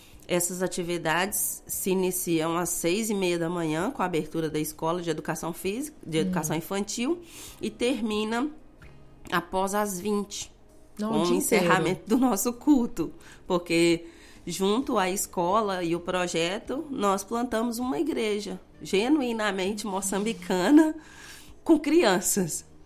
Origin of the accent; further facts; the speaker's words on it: Governador Valadares, Minas Gerais, Brazil; now in Mozambique; Então, sou mineira, valadarense, e professora de profissão, gestora de recursos humanos.